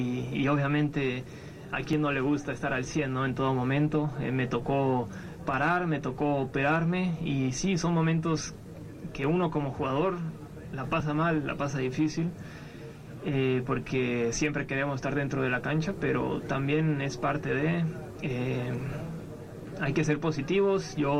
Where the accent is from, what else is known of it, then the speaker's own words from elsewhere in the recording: Mexico; A ver, somos mexicanos, somos familia y yo quiero lo mejor para él.